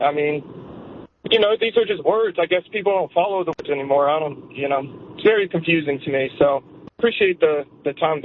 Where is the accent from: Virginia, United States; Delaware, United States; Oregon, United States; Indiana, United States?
Virginia, United States; I'm actually on a road trip in Missouri to Colorado, but I'm from Northern Virginia.